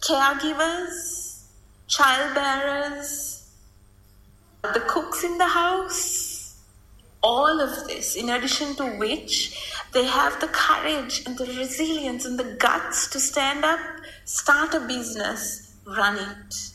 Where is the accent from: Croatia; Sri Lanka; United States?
Sri Lanka; Colombo, Western Province; moved away; also born or lived in Jaffna; I grew up in Colombo.